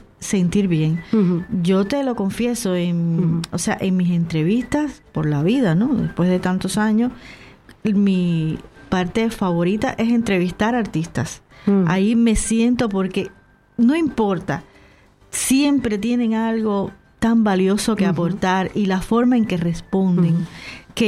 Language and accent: Spanish; Cuba; Pero no te preocupes, yo soy cubana.